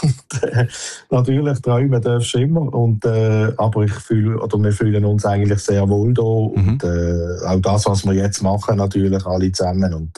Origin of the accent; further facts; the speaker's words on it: Switzerland; weil ich bin halt ein Schweizer und ich kann nicht aufgeben